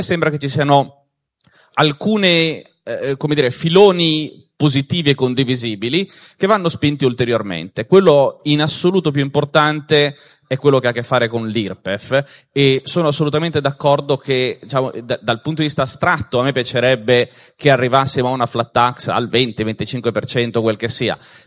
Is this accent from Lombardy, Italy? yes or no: no; Genoa, Liguria, Italy; Io sono genovese, dalle mie parti si dice che la salute senza i soldi è una mezza malattia.